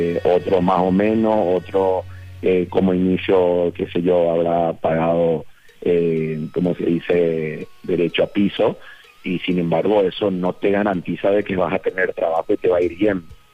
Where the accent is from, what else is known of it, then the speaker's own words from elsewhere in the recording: Paraguay; voy a ser el primer entrenador paraguayo